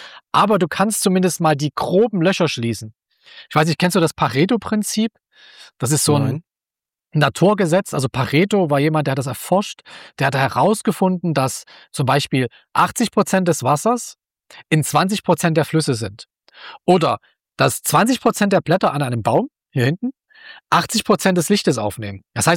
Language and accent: German; Leipzig, Saxony, Germany; born there; Ich bin ja in der DDR geboren. Ich bin ja 1974 in Leipzig geboren und habe 15 Jahre die DDR noch miterlebt.